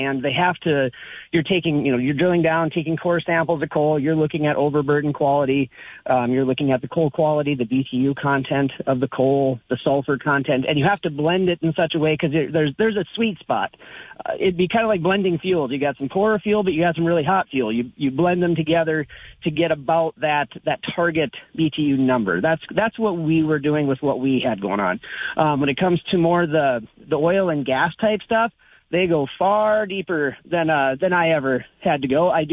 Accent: North Dakota, United States; Well, originally I am from the Regan-Wilton area. I went to NDSU

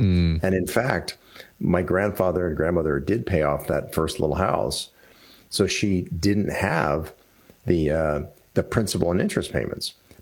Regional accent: Washington, District of Columbia, United States; I grew up in the Washington, D.C. area.

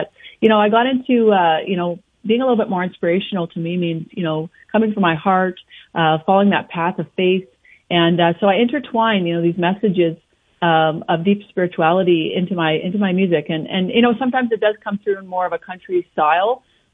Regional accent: Canada; I grew up in the southwest corner of our province here on a cattle grain farm. So I was a country girl through and through.

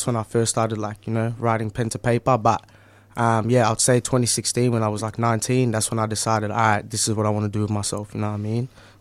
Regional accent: Melbourne, Victoria, Australia; Melbourne Southeast, you know what I'm saying?

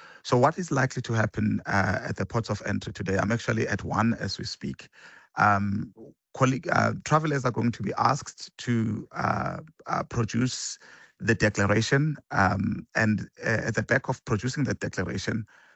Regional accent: South Africa

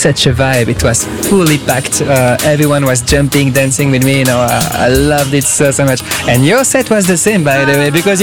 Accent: Brussels, Brussels-Capital Region, Belgium; English is a second language; So I'm from Belgium, I'm from Brussels

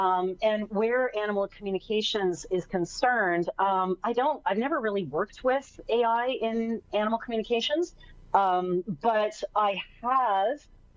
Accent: Canada; I'm Canadian, I'll still say that.

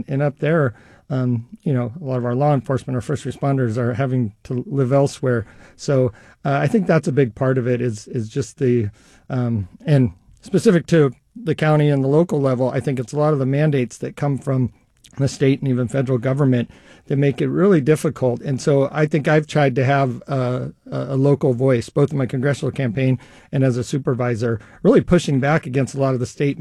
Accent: California, United States; the opportunity presented itself to represent the area that I was born and ra

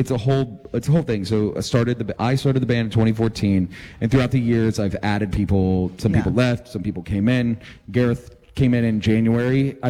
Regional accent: Atlanta, Georgia, United States; for us growing up in Atlanta

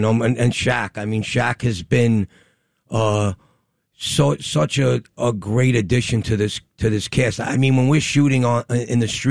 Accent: New York City, New York, United States; growing up in Brooklyn

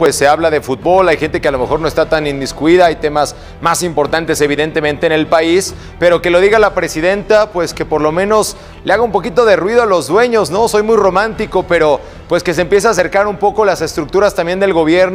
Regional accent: Mexico; nos compete como mexicanos

